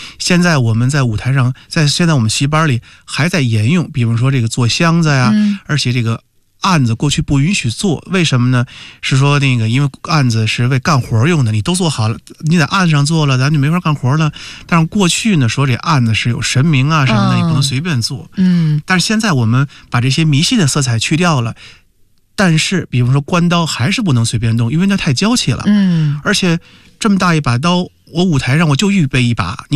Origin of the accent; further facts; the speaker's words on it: China; 我们中国人